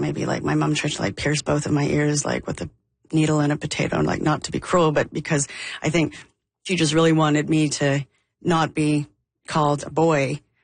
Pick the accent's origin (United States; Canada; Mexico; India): Canada; Alberta; growing up in Alberta in the 90